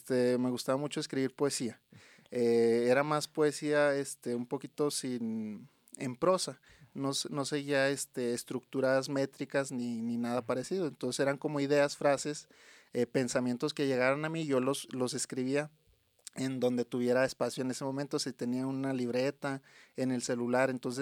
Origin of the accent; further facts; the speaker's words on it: Río Grande, Zacatecas, Mexico; aquí de mi tierra, Río Grande